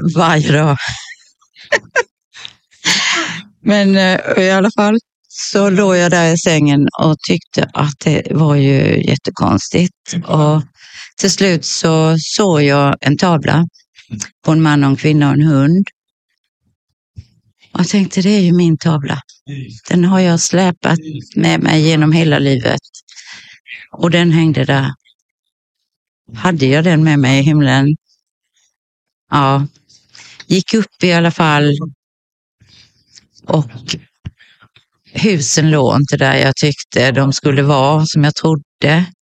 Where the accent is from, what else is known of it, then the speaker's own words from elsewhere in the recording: Kalmar County, Sweden; now in Ljungby, Sweden; Jag härstammar ju ner från Öland och Kalmar.